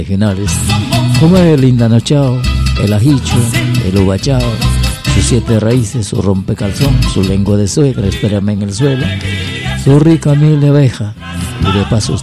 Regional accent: Peru; como buenos peruanos orgullosos de difundir

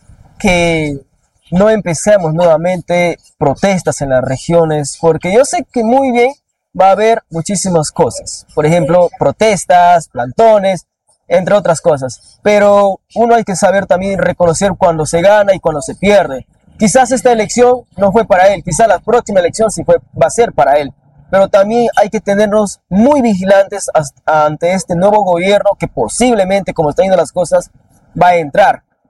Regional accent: Peru; nosotros como peruanos sabemos que el Perú está dividido.

